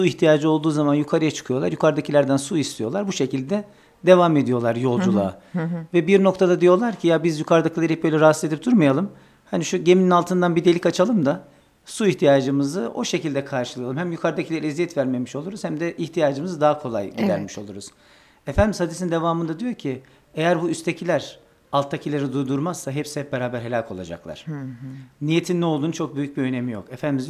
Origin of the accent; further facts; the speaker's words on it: Kırşehir, Turkey; now in Yozgat, Turkey; Yozgat'tan geliyoruz ama Yozgatlı değilim, Kırşehirliyim ben de. Orada evet. Büyüdük, orada okuduk.